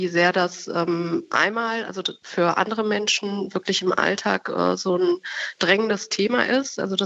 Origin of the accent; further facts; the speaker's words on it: North Rhine-Westphalia, Germany; moved away; ich bin aus Ostwestfalen